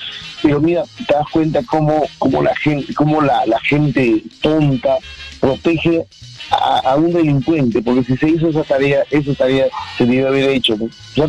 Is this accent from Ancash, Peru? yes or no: yes; Chimbote, Ancash, Peru; Yo soy chimbotano, vivo en Chimbote